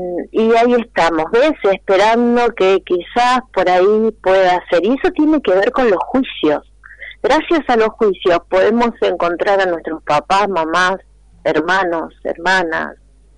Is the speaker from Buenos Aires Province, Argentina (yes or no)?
yes; General Rodríguez, Buenos Aires Province, Argentina; yo en mi caso soy hija de General Rodríguez